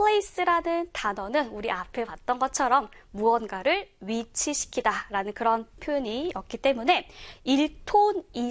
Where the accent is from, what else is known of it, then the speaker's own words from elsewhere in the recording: South Korea; 한국인으로서